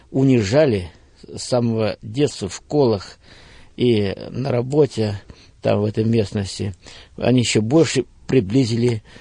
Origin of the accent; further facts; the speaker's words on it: Progress, Bryansk Oblast, Russia; Ну, мы родились на Брянщине, поселок Прогресс. Отец наш был пастырем, мы родились в христианской семье, наша была большая семья, 14 человек, я был в семье 13-й.